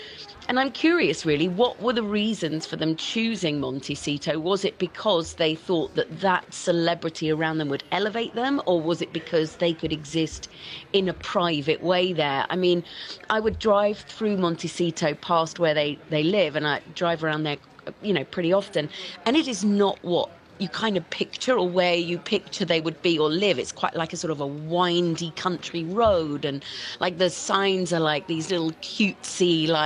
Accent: United Kingdom; moved away as an adult; now in California, United States; I'm British and I made the move to California.

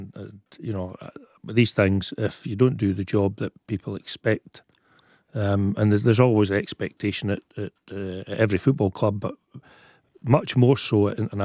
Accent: Scotland, United Kingdom; I think, certainly being Scottish and being a Scottish manager, you actually 100% know what you're walking into.

